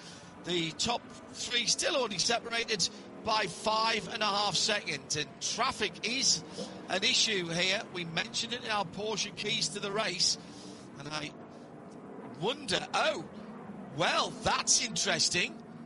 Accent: Sunderland, North East England, United Kingdom; Hello to Spencer from my hometown, Sunderland.

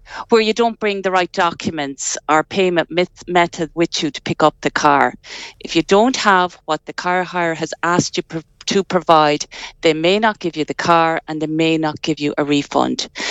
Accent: Sligo, Connacht, Ireland; Yeah, that's it. Born and bred in Sligo town

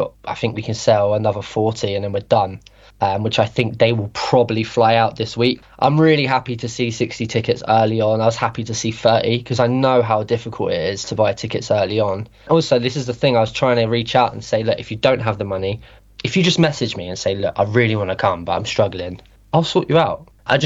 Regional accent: South West England, United Kingdom; I grew up in Cornwall, so we had music where you just put four bands on, no matter what they play.

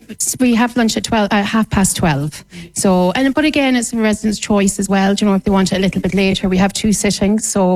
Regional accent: Scotland, United Kingdom; also born or lived in Dublin, Ireland; now in Mayo, Ireland; I wasn't from Dublin. I'm originally from Scotland.

